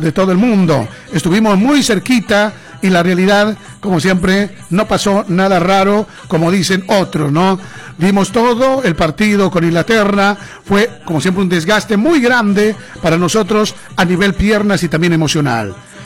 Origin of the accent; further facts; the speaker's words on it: Bolivia; now in Argentina; muchos de nosotros, como bolivianos